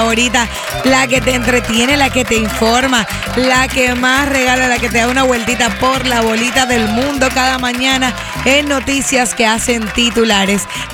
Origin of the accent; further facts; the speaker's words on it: Colombia; moved away; nos vamos a Colombia, en mi país